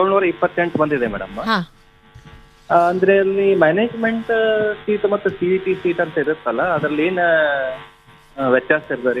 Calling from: Gadag, Karnataka, India

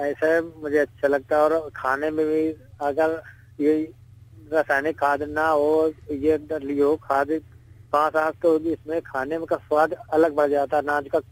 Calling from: Akbarpur, Uttar Pradesh, India

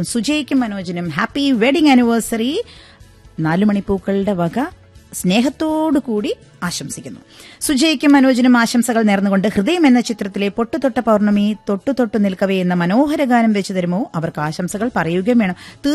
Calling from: Ernakulam, Kerala, India; എറണാകുളത്ത് നിന്നാണ്.

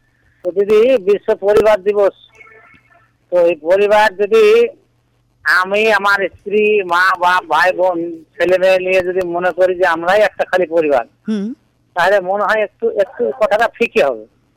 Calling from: Natun Gram, India; নতুন গ্রাম থেকে … থেকে বলছি

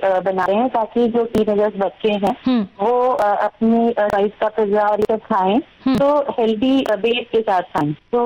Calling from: Raipur, Chhattisgarh, India; मैं यहाँ रायपुर छत्तीसगढ़ से हूँ

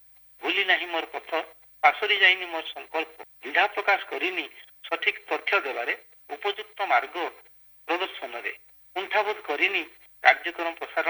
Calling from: Basudevpur, Odisha, India; ମୁଁ ବାସୁଦେବପୁର ଭଦ୍ରକରୁ

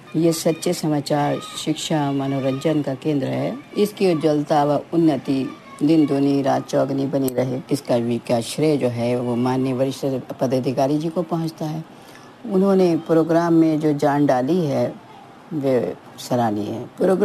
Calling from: Bijnor district, Uttar Pradesh, India; मैं ग्राम पुरैनी की निवासी हूँ।

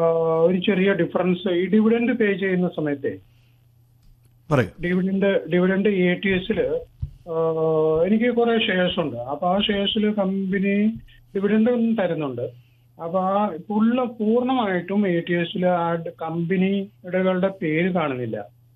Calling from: Ernakulam, Kerala, India; എറണാകുളത്ത് നിന്നാണ് വിളിക്കുന്നത്.

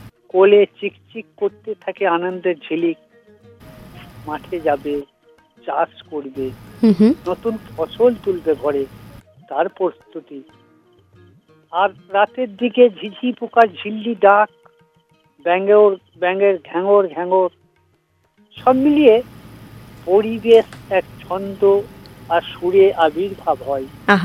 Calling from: Purba Bardhaman, West Bengal, India; আমি পশ্চিমবঙ্গের রাজ্যের পূর্ব বর্ধমান থেকে

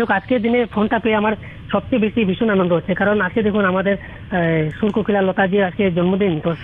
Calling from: Dharmanagar, Tripura, India; আমি ধর্মনগর থেকে

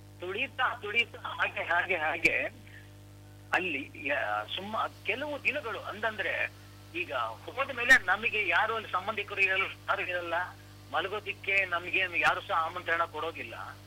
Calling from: Bhadravathi, Karnataka, India; first language Marathi; Kannada is a second language; ಅಲ್ಲಿಂದ ನಾನು ಸೀದಾ ಬಸ್ ಹತ್ಬಿಟ್ಟು ಭದ್ರಾವತಿಗೆ ವಾಪಸ್ ಬಂದೆ.

